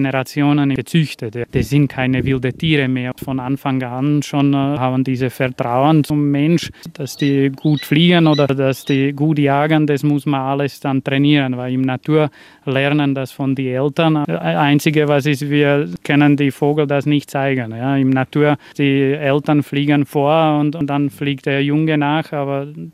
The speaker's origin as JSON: {"language": "German", "country": "Slovakia", "tie": "born or raised there", "second_language": "German", "moved": "as an adult", "lives_now": "Austria", "said": "Bei uns in der Slowakei, das ist wahrscheinlich die einzige Schule in Europa, wo kann man Falknerei lernen."}